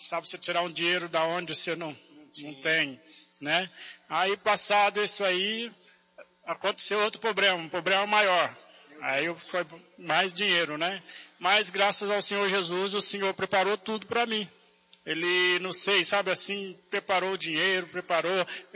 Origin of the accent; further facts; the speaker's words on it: Minas Gerais, Brazil; now in São Paulo, Brazil; Eu sou de Minas.